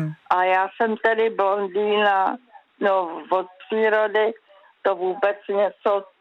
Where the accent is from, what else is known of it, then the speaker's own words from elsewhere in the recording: Prague, Czechia; born there; Já jsem se narodila v Radotíně, na idylickém místě. Tenkrát to byl městys a byla to slepá ulice, vrátka do lesa.